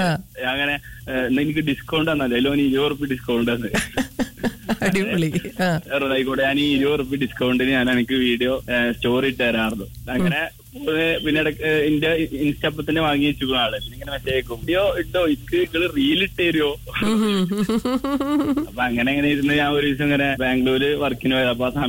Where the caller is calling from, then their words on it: Perinthalmanna, Kerala, India; Malappuram Perinthalmanna.